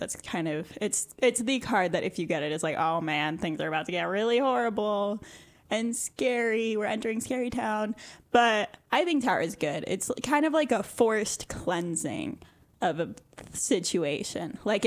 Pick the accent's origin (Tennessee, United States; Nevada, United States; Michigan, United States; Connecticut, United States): Nevada, United States; Reno; I grew up in Reno, Nevada.